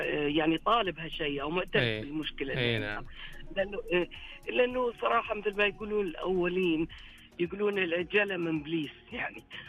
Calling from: Riyadh, Riyadh Province, Saudi Arabia

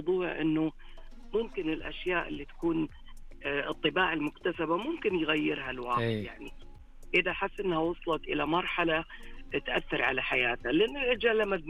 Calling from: Riyadh, Riyadh Province, Saudi Arabia

